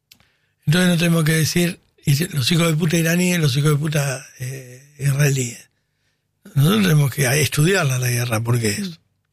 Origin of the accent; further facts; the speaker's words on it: Argentina; si seguimos siendo argentinos